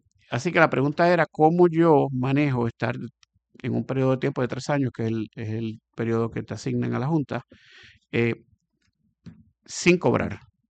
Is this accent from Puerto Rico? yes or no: yes; Puerto Rico